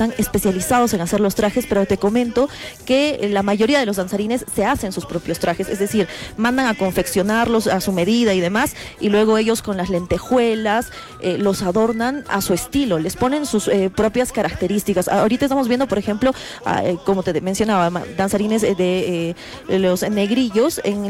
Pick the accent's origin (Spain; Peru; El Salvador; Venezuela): Peru; Cusco; yo soy cusqueña, allí hace frío